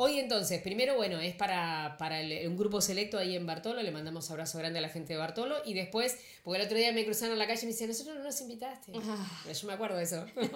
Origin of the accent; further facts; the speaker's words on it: Argentina; como diciendo, también somos argentinas, ojo chicas, por favor.